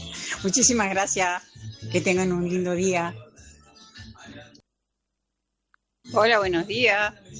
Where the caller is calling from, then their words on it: Tacuarembó, Uruguay; Justamente soy de Tacuarembó.